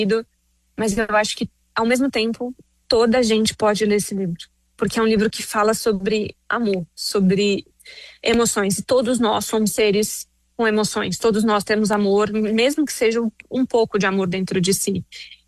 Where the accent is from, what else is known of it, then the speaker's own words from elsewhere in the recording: Brazil; eu acho que é preciso ler Laços de Família, da Clarice Lispector, porque somos brasileiros.